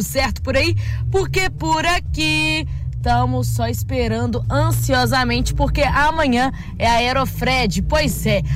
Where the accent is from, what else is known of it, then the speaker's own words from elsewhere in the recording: Belo Horizonte, Minas Gerais, Brazil; que eu também sou da Zona Norte de Belo Horizonte.